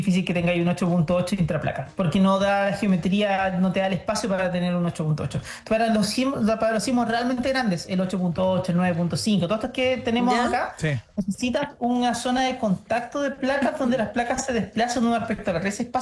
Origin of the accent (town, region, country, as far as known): Chile